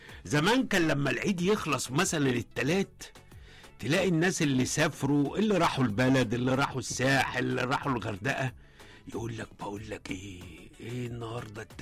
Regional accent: Egypt; احنا كمصريين

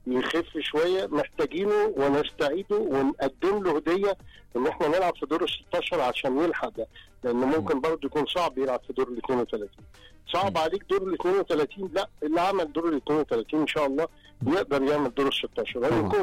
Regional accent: Egypt; احنا مصريين مفيش كذا وكذا، احنا واحد.

